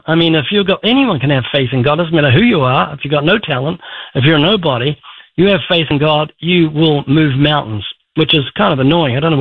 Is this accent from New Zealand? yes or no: yes; New Zealand; born there; I was born twice in New Zealand. Born to my mum was full Jew, so they put Methodist on my birth certificate because I was born in 1949.